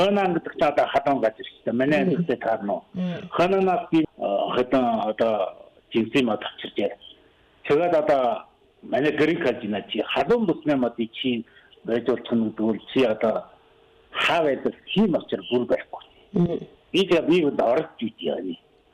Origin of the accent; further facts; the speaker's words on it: Inner Mongolia, China; Одоо манай нутаг одоо өвөр Монголд яваг байхгүй.